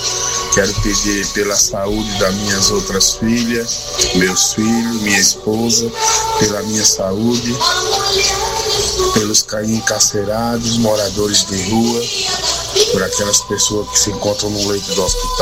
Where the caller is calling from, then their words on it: Santana do Ipanema, Alagoas, Brazil; eu sou de Santana do Ipanema, Alagoas.